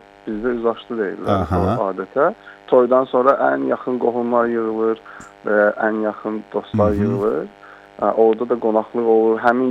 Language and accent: Azerbaijani; Zaqatala, Zaqatala District, Azerbaijan; Burada doğulmamışam, amma 5 yaşından Zaqatala'da yaşayıram.